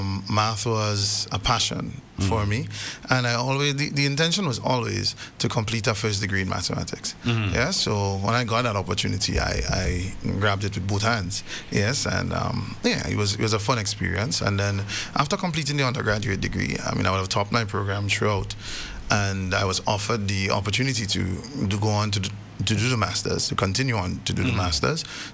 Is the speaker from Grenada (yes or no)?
yes; Rose Hill, Saint Patrick, Grenada; also born or lived in Montrose; I'm from Roselle originally, so born and raised there.